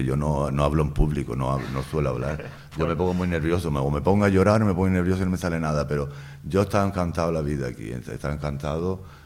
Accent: Fuerteventura, Canary Islands, Spain; Si van por Fuerteventura, que sepan que por ahí estamos. … que todo el mundo me conoce.

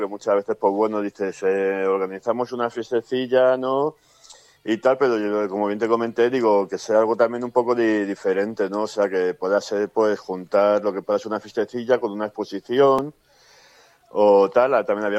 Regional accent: Alcorcón, Community of Madrid, Spain; nosotros somos de Alcorcón, casi todos siempre.

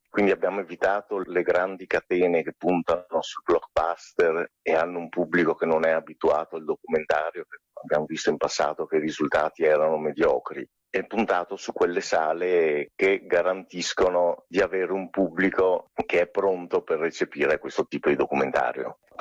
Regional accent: Venice, Veneto, Italy; Qui a Venezia, ovviamente, che noi siamo veneziani di origine, giochiamo in casa

